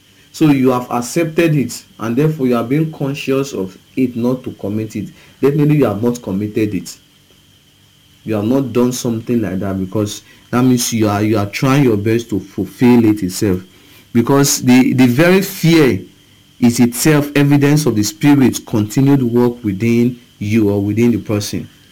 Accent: Okada, Edo, Nigeria; Once again … from Okada Town, Edo State, Nigeria, and it's a pleasure to discuss with you.

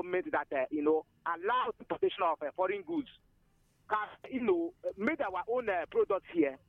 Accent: Nigeria; I'm picking you from my hometown here in the Komore Zekon Autonomous Community.

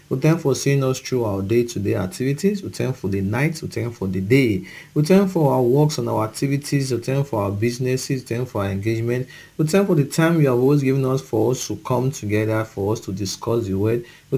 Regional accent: Okada, Edo, Nigeria; from Okada Town, Edo State, Nigeria.

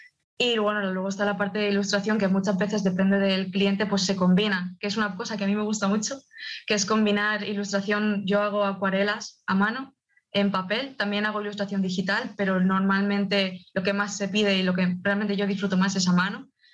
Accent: Spain; moved away as an adult; now in Scotland, United Kingdom; yo soy de España y me he mudado aquí

